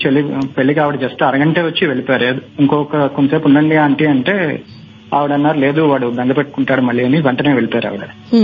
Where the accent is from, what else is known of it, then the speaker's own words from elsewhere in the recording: Visakhapatnam, Andhra Pradesh, India; now in Hyderabad, India; So నేను విశాఖపట్నం నుంచి ప్రస్తుతం హైదరాబాద్ లో జాబ్ చేస్తున్నాను.